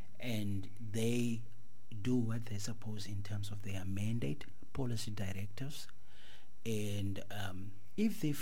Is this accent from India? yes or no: no; Worcester, Western Cape, South Africa; moved away as an adult; now in Cape Town, South Africa; Born and raised in Worcester.